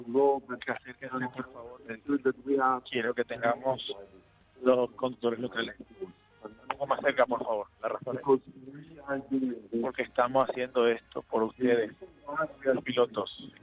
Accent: Paraguay; Nosotros como paraguayos solemos hacer cosas locas aquí. Hacemos que lo imposible se vuelva posible.

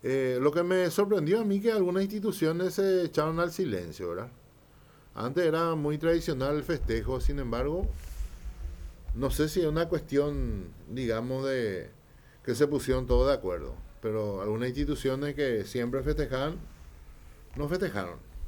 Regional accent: Paraguay; esta fecha en particular que nos caracteriza como paraguayos.

